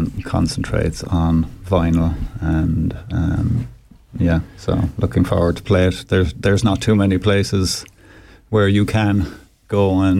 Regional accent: Cork, Munster, Ireland; No, I'm originally from Ireland, from Cork City, south of Ireland.

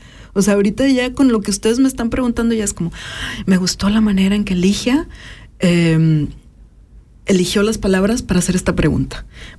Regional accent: Mexico; moved away; yo siempre digo, soy inmigrante mexicana. Pero tengo muchísimos años viviendo fuera de México. Muchísimos.

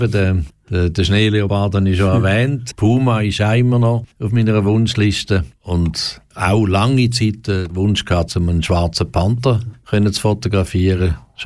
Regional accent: Romanshorn, Thurgau, Switzerland; ich habe als Bub in Romanshahn schon elektrische Sachen gebaut und verkauft

